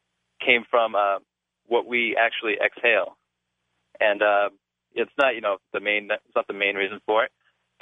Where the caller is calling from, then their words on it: Massachusetts, United States; from Northeast Massachusetts.